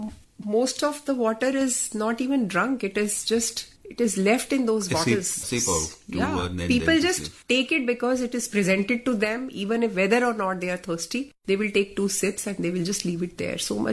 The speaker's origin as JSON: {"language": "English", "region": "Delhi", "country": "India", "tie": "born or raised there", "said": "Yeah, Delhi. I grew up in Delhi. This was the Delhi of the 80s."}